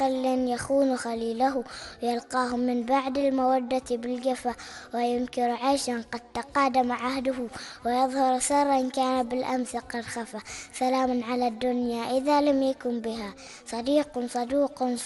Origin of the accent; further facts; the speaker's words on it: Oman; لانهم من بلدي عمان الحبيبه